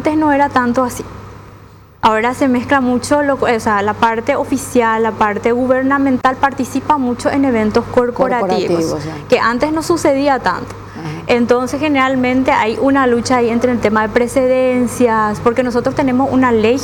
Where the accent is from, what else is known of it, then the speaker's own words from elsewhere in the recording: Paraguay; generalmente en Paraguay nosotros, como hablamos castellano